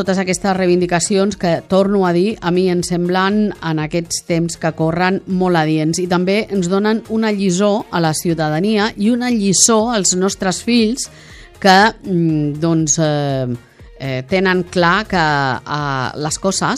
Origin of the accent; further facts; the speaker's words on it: Montornès del Vallès, Catalonia, Spain; especialment de Montornès, que és el meu poble